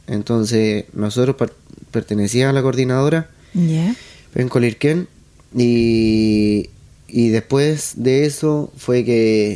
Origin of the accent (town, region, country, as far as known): Penco, Biobío, Chile; born or raised there; also born or lived in Chiguayante